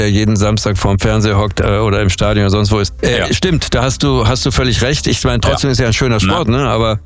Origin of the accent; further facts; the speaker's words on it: Dortmund, North Rhine-Westphalia, Germany; born there; Ich bin in Dortmund geboren, da weiß ich auch, wo Oberhausen ist.